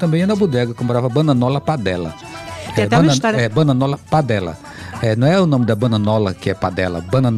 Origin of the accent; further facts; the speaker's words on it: Arapiraca, Alagoas, Brazil; now in Pernambuco, Brazil; eu sou natural de Arapiraca.